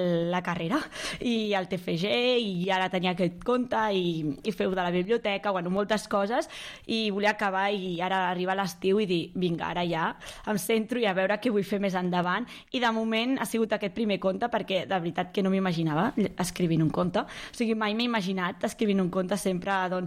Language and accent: Catalan; Caldes, Catalonia, Spain; Jo soc d'aquí Caldes, i llavors volia fer primer aquí Caldes de, doncs, veure... és el meu poble, i llavors era on sentia que estava més segura.